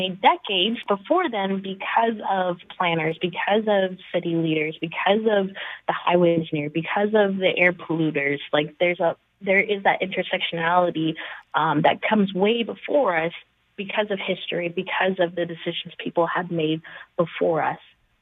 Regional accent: Denver, Colorado, United States; I grew up in Montbello, like, forever Bellside. I love Montbello through and through.

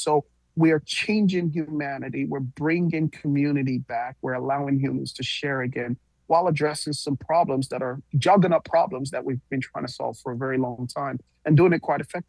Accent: Nigeria; I'm Nigerian. I visit Nigeria a lot.

